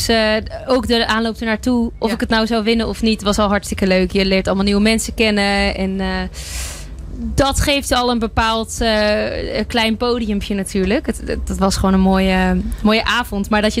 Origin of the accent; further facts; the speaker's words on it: Doetinchem, Gelderland, Netherlands; Nou, ik kom uit Doetinchem